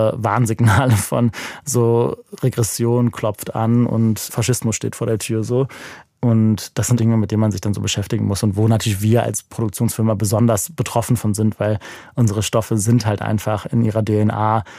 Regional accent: Cologne, North Rhine-Westphalia, Germany; moved away as an adult; Ich habe mein ganzes Leben, bis ich 18 war, in Köln verbracht.

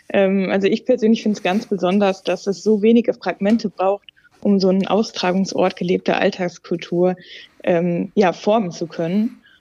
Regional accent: North Rhine-Westphalia, Germany; als gebürtige Ruhrgebietlerin kann ich klar sagen

